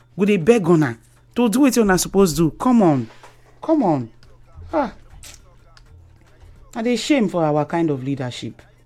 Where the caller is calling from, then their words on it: Buguma, Rivers, Nigeria; I'm writing from Asari Tori, local government area in Buguma City.